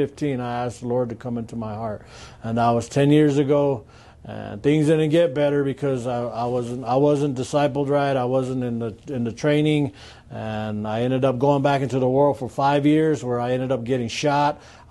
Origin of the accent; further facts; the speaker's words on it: United States; I'm from Caleb's Mesa Baptist Church. I'm born and raised on the Navajo Reservation. May 22nd, 1979, me and my brother were brought into this world.